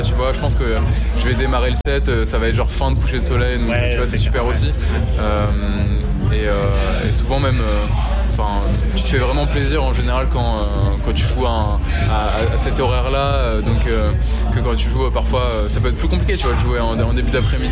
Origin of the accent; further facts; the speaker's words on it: Rouen, Normandy, France; Dans ma ville natale à Rouen.